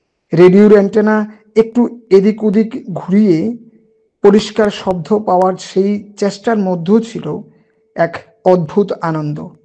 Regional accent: Kakraban, Tripura, India; born there; now in Agartala, India; আমার জন্ম হয়েছিল কাকড়াবনে, যদিও বর্তমানে কাজের নিরিখে আমাকে আগরতলায় থাকতে হয়।

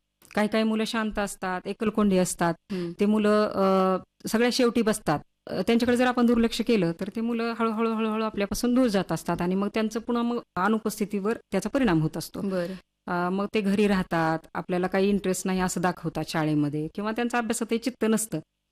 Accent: Devangra, Maharashtra, India; मी आपल्या धाराशिव जिल्ह्यामधीलच कन्या आहे. माझं माहेर आहे देवंगरा तालुका भूम इथलं

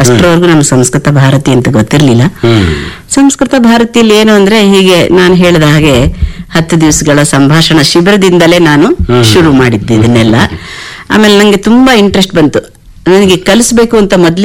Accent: Hampi, Karnataka, India; ಹೌದು, ಬಳ್ಳಾರಿ ಜಿಲ್ಲೆ ಹಂಪೆಯಲ್ಲೇ ನಾವು ಹುಟ್ಟಿದ್ದು ಬೆಳೆದಿದ್ದು ಎಲ್ಲಾನು.

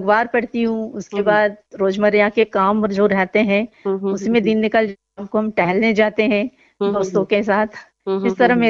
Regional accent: Khandwa, Madhya Pradesh, India; also born or lived in Ujjain; मेरा जन्म महाकाल की नगरी उज्जैन में हुआ था और मेरा बचपन यही खंडवा में ही बीता है और मेरा शैक्षणिक सफर भी पूरा खंडवा था कि मेरा विवाह भी खंडवा में ही हुआ है।

